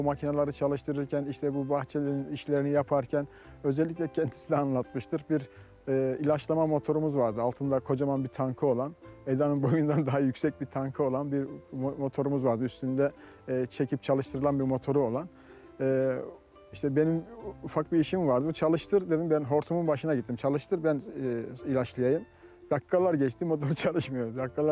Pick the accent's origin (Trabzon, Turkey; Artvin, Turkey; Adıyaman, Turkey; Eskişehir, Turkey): Artvin, Turkey; born there; 62 yaşındayım. Artvin doğumluyuz.